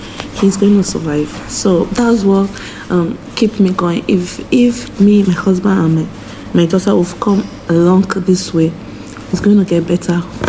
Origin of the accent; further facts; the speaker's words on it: Nigeria; now in Ireland; The way we grew up in Nigeria is we could have the whole space, the community. Yeah, it's, you could, once you bring out your child, your child belongs to the community. But Ireland here is just not like that.